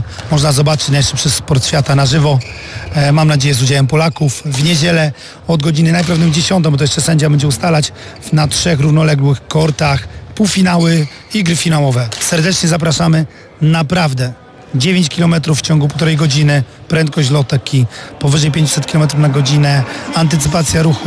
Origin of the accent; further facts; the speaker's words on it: Strzelce Opolskie, Opole Voivodeship, Poland; ja pochodzę z małego miasteczka